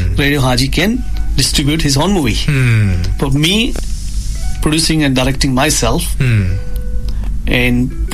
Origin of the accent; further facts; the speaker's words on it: Rajasthan, India; accent: Indian; also born or lived in New Zealand; now in Australia; मैं तो राजस्थान से हूँ, मारवाड़ी मारवाड़ी खून है